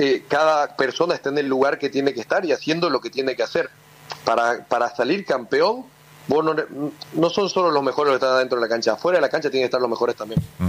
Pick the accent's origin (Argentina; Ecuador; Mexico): Argentina; Salta; Yo soy de Salta, imagínate. Uh-huh. O sea, en el norte es mucho más complicado que Buenos Aires incluso.